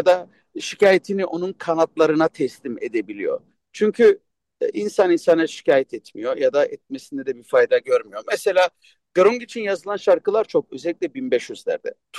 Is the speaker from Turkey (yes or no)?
no; Armenia; now in Los Angeles, United States; Tam da Ermenistan'da seçim arası. Biliyorsun ülkemiz hem coğrafi konumundan biraz şikayetçi, komşularından şikayetçi.